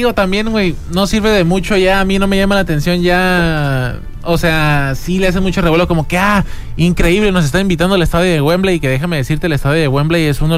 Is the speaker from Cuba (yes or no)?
no; Mexico; eso te hace sentir bien como mexicano